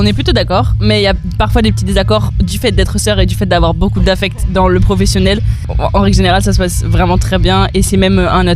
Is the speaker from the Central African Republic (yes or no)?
no; Saint-Étienne, Lyon, Auvergne-Rhône-Alpes, France; on n'est pas du tout du coin. On est vers Clermont, Saint-Étienne, Lyon.